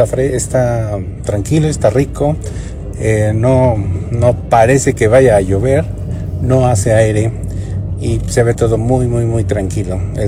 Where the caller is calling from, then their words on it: Mexico City, Mexico; aquí reportando desde la delegación Gustavo Madero en Calzada de Guadalupe, muy cerquitita de la Basílica de Guadalupe.